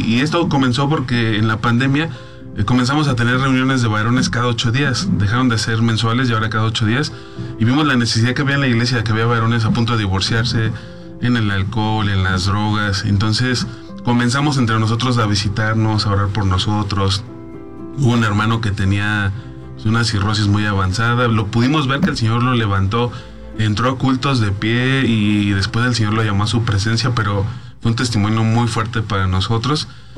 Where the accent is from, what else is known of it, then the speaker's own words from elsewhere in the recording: Ixtapaluca, State of Mexico, Mexico; nosotros somos de Ixtapaluca